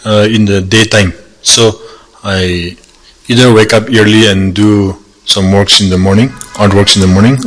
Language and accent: English; Khonoma, Nagaland, India; moved away as an adult; also born or lived in Puducherry; now in Kohima, India; I am from Konoma village. My childhood and my high school were from Konoma.